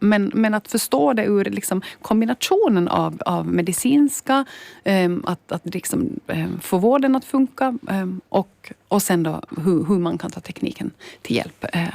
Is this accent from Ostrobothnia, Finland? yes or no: yes; Ostrobothnia, Finland; moved away as an adult; now in Stockholm, Sweden; Ja, jag är alltså från Österbotten ursprungligen, och har sedan bott i Stockholm mitt största del av mitt vuxna liv, men också jobbat i Finland och Sverige